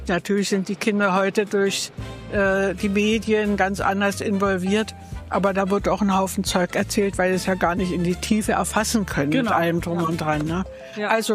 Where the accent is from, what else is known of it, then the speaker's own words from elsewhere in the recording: Schleswig, Schleswig-Holstein, Germany; Ich bin aus Schleswig, fahre mit dem Fahrrad in die Stadt, stell mein Fahrrad an die Wand und gehe.